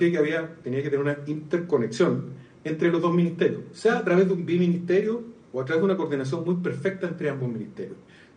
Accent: Valparaíso, Chile; born there; also born or lived in La Florida; now in Temuco, Chile; a mi espalda está Temuco. Yo no nací acá, yo nací en Valparaíso. Fui alcalde de la Florida.

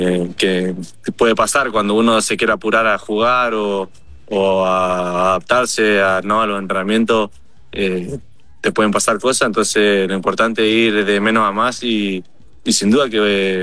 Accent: Mendoza, Argentina; Yo soy mendocino, entonces estoy cerca

